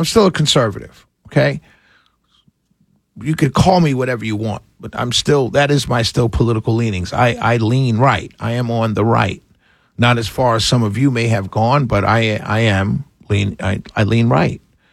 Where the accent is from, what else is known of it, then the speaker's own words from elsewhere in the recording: New York, United States; And so if I grew up in Harlem, New York.